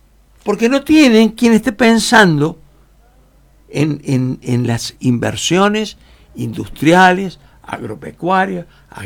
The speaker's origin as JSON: {"language": "Spanish", "region": "San Luis", "country": "Argentina", "tie": "born or raised there", "said": "Y yo amo a mi patria, a la Argentina. Y amo a mi patria chica, que es San Luis."}